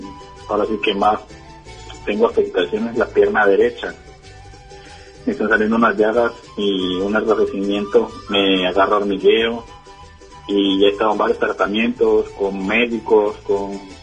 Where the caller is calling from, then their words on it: Sherman, Texas, United States; De Sherman.